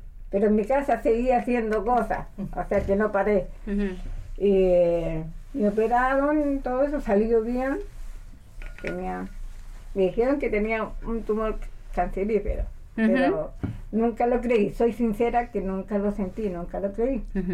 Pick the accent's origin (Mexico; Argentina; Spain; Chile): Chile; Valparaíso; moved away; Vengo de soy chilena.